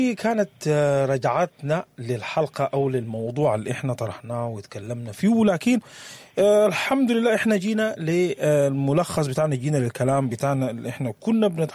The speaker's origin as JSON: {"language": "Arabic", "country": "Sudan", "said": "البيئة اللي نشأنا فيها, يعني حتى اليوم في ثقافات كثيرة عندنا في السودان"}